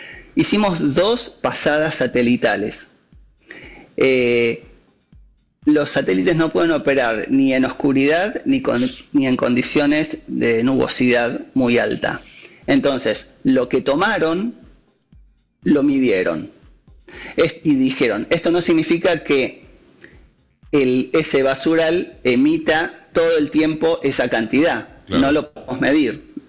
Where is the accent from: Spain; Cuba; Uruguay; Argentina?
Argentina; Bariloche, Río Negro; Yo soy de Bariloche y es una vergüenza tener eso al cerca de la ciudad